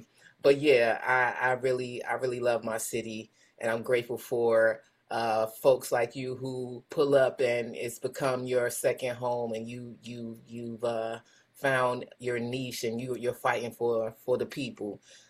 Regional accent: Washington, District of Columbia, United States; I'm a Washingtonian, native Washingtonian. And I grew up Northwest in Petworth. But I just moved to Southside, and it's still Chocolate City over here.

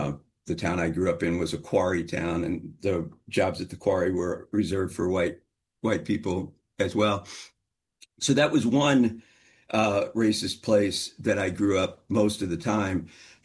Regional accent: Illinois, United States; also born or lived in Cairo, Illinois; Yeah, I grew up in two very contradictory places. During the school year, when I was in K through 12, I lived in outside of East St. Louis in a sundown town in the Midwest.

